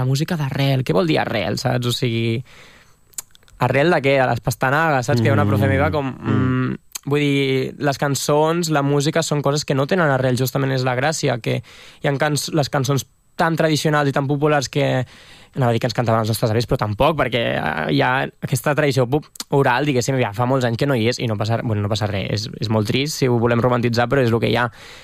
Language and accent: Catalan; Catalonia, Spain; amb un espanyolisme tan, que ens ataca tant al final com a catalans